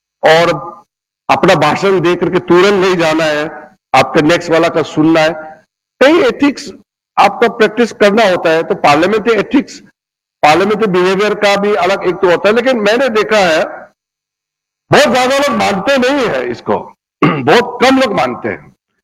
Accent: North East India, India; मैं तो ऐसा जगह से आता हूं, वेस्ट बंगाल तो हमारे लिए कैपिटल जैसे है

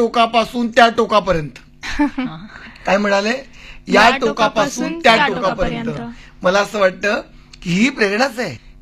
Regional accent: Aurangabad, Maharashtra, India; आमच्या शेजारी औरंगाबादला माझं बरंच बालपण गेलं औरंगाबादला

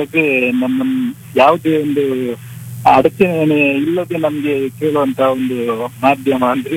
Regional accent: Mangalore, Karnataka, India; accent: Mangalore; moved away as an adult; now in Bengaluru, India; ಅದು ಮಂಗಳೂರು, ಮಂಗಳೂರಿಂದ. ಮಂಗಳೂರಲ್ಲಿ ನಮ್ಮ ಹುಟ್ಟೂರು ಮಂಗಳೂರು. 25 ವರ್ಷ ಮಂಗಳೂರಲ್ಲಿ ಬೆಳೆದೆ.

